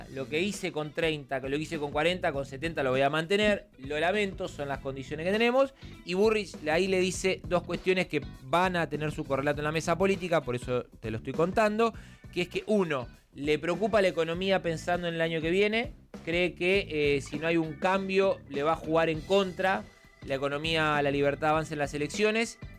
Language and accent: Spanish; Buenos Aires, Argentina; el que quedó prácticamente descartado es el intendente de mi ciudad natal, Julio Alac